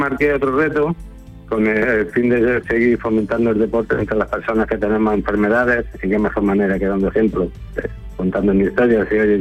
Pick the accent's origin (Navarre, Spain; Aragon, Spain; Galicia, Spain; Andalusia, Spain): Andalusia, Spain; Granada; now in San Fernando, Spain; No, de Granada, pero que añadía la aducción, como digo yo. Y vivo aquí en San Fernando.